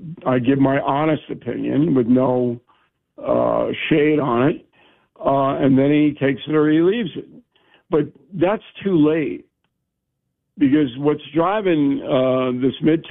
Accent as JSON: {"language": "English", "town": "Levittown", "region": "New York", "country": "United States", "said": "I'm from Levittown. I'm an American."}